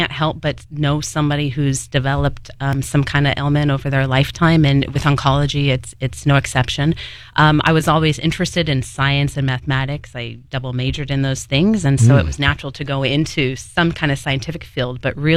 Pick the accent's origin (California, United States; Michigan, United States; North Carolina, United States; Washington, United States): Washington, United States; Seattle; moved away as an adult; also born or lived in East Coast / New York City; now in Honolulu, United States; Originally from the suburbs of Seattle. Mm-hmm. I moved here about 9 years ago. I was in Seattle for a while and then did all my training on the East Coast. So I came directly from New York City.